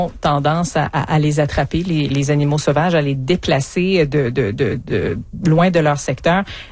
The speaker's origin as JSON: {"language": "French", "region": "Quebec", "country": "Canada", "said": "chez nous en Estrie"}